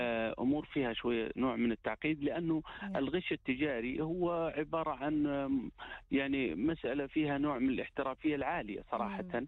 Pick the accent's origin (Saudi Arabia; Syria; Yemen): Saudi Arabia; اليوم إحنا في المملكة العربية السعودية